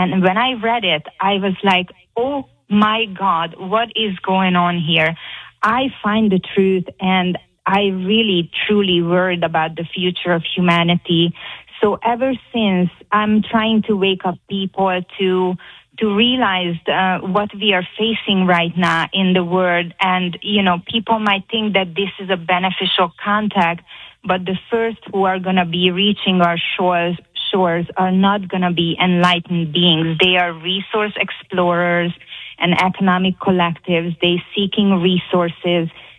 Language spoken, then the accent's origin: English; Hungary; moved away as an adult; Okay, so this came to me because I was born and raised in Hungary. And when I came on a vacation here in 1999, I went to the beach with my girlfriend to celebrate my birthday.